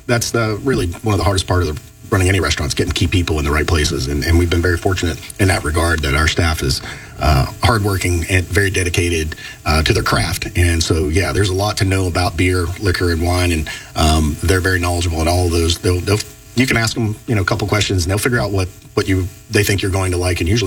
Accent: Georgia, United States; also born or lived in Bethel Park, Pennsylvania; I was born in Pittsburgh area, Bethel Park. My mom was from Peters, but my dad was in the military. And so grew up very young, military base, and he was actually from South Georgia, and we settled down there.

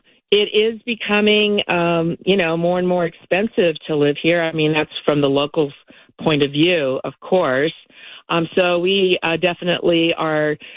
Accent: Oceanside, California, United States; I was born and raised in Oceanside, so I graduated from high school in the 1974. And there were maybe 30, 40,000 people back then.

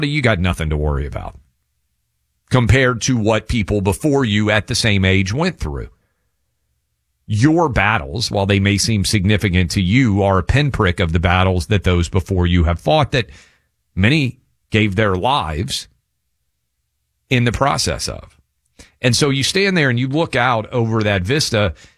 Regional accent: Tennessee, United States; Shiloh, in my home state of Tennessee.

